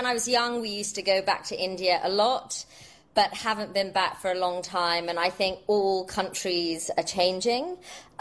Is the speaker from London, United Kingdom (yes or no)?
yes; London, United Kingdom; I'm born and brought up in London. My parents are Indian. So I often describe myself as a Londoner with Indian blood.